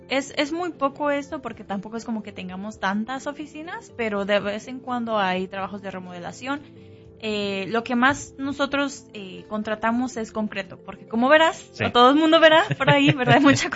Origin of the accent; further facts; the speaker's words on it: Jalisco, Mexico; moved away as an adult; now in Omaha, United States; yo soy de Jalisco, soy de México, pero ya tengo aquí en Omaha 11, 12 años, por ahí ya perdí la cuenta.